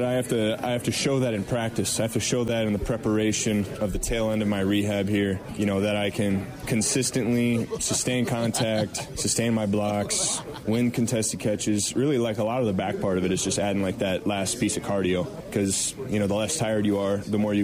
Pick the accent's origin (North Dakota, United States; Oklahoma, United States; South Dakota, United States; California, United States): South Dakota, United States; being from South Dakota. So, you know, I'll have a lot of loved ones there, a lot of people from my hometown community, just from the state of South Dakota in general.